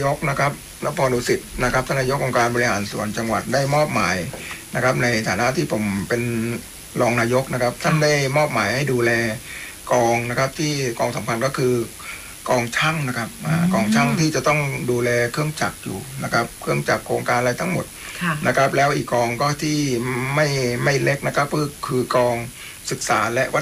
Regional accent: Chumphon, Thailand; อย่าลืมว่าเราเป็นคนชุมพร

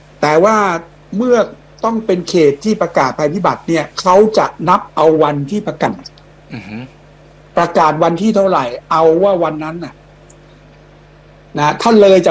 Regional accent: Damnoen Saduak, Ratchaburi, Thailand; ผมเป็นคนชาวสวนเป็นคนดำเนินสะดวกดำเนินสะดวกไม่ได้ปั้นโอ่งมังกรมีแต่ซื้อโอ่งมังกรนะ

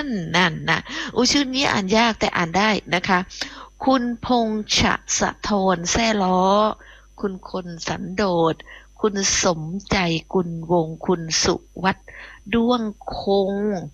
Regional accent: Phuket, Thailand; now in Bangkok, Thailand; ดิฉันนี่จากเกาะดิฉันเป็นคนภูเก็ตเนาะดิฉันเป็นคนเกาะนะมาอยู่กรุงเทพโดนนานแปลว่ามาอยู่กรุงเทพนานก็มาตั้งแต่เรียนหนังสือ

